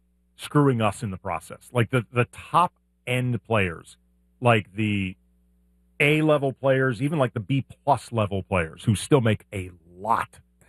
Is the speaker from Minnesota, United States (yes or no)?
no; St. Louis, Missouri, United States; moved away; I'm from St. Louis. I have a lot of friends and family who are still there.